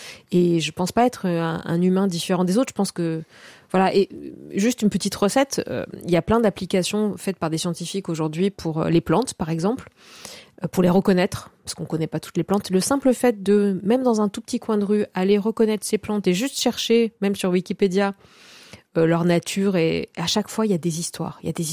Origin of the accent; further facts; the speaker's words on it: Corsica, France; moi, je suis donc originaire de Corse et de Moyenne-Montagne, de Castagniccia.